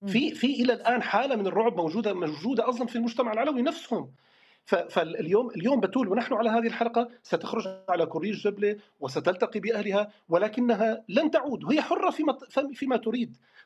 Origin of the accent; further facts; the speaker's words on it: Syria; اليوم الإماراتيين جاءوا ليبنوا عندنا في الساحل السوري